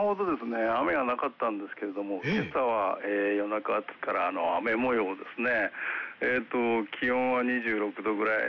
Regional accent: Nagasaki, Japan; このうち岩林は私の地元なんです。

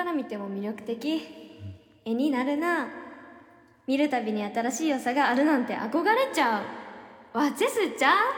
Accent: Kagoshima, Japan; accent: Kagoshima dialect; moved away

